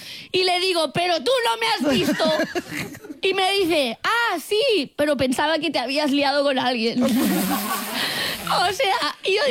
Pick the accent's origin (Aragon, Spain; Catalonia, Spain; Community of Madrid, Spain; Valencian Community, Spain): Catalonia, Spain; soy catalana